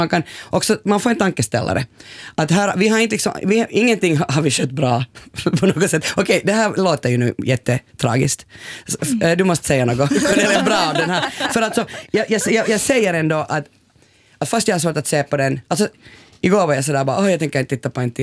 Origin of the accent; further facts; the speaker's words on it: Porvoo, Uusimaa, Finland; jag är uppvuxen i Borgå på 80-talet